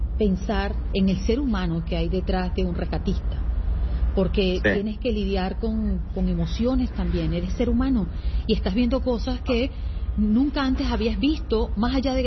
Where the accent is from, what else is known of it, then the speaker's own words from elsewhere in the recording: Venezuela; nosotros que somos venezolanos